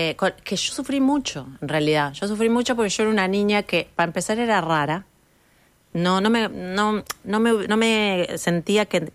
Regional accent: Montevideo, Uruguay; mi cuadra donde yo nací y viví, que es la calle Chaná y Jackson.

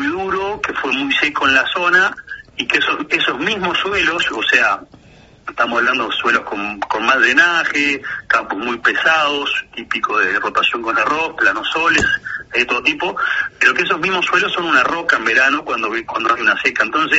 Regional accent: Uruguay

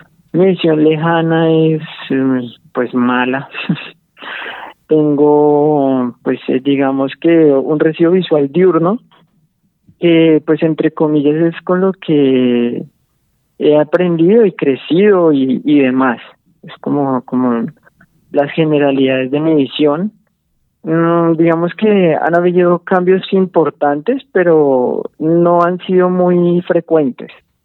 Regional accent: Bogotá, Colombia; born there; Yo nací en Bogotá. Soy del año 94. Tengo 32 años actualmente.

